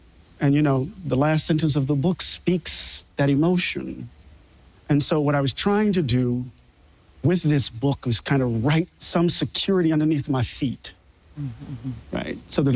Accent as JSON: {"language": "English", "region": "Mississippi", "country": "United States", "said": "Maybe it's because I'm from Mississippi."}